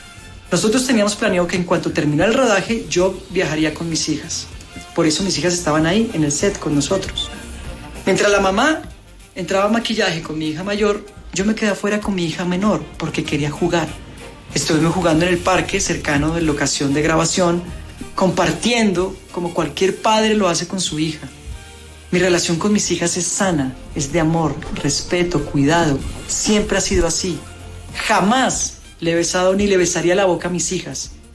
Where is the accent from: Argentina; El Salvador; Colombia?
Colombia; soy actor colombiano